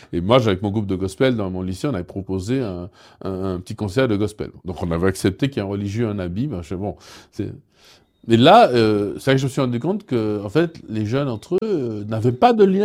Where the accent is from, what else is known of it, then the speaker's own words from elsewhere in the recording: Martinique, France; je suis de la France, de la Martinique.